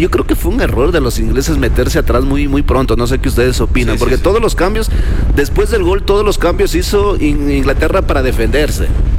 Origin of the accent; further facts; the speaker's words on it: Ecuador; Yo soy ecuatoriano